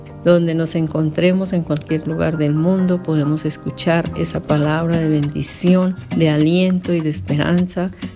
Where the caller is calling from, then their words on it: Sogamoso, Boyacá, Colombia; estoy llamando desde Colombia, Sogamoso, Boyacá